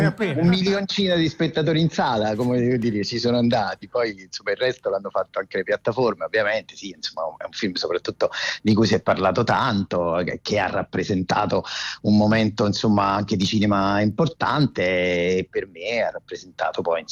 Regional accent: Caserta, Campania, Italy; now in Rome, Italy; io sono di Caserta, anche se, insomma, vivo a Roma da tanto tempo, ho vissuto fuori anche dall'Italia

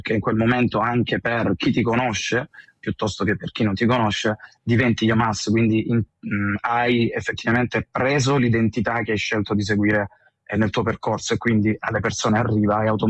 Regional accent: Apulia, Italy; Allora, io sono salentino, quindi un posto molto legato anche a livello geografico, oltre che storico, con la Grecia.

